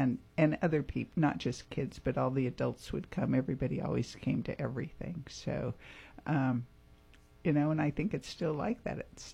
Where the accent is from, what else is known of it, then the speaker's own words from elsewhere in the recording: Grass Valley, California, United States; moved away as an adult; also born or lived in Sacramento; I first moved to Sacramento and told people I was from Grass Valley, and nobody had even heard of Grass Valley. It was that small.